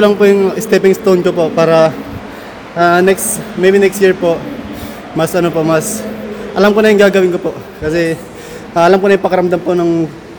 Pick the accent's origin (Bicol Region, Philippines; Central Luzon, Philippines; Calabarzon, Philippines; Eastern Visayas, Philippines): Eastern Visayas, Philippines; taga ano po, taga Leyte po.